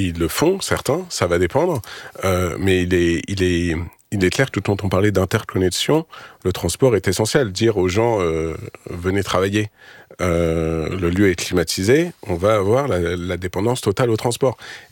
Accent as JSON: {"language": "French", "town": "Paris", "region": "Île-de-France", "country": "France", "tie": "born there", "said": "si je prends la ville de Paris, parce que je suis parisien de naissance"}